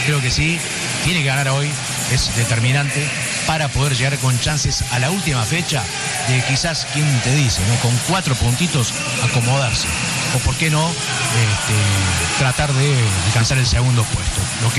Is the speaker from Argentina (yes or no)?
yes; Argentina; cuando digo nuestro, digo como argentino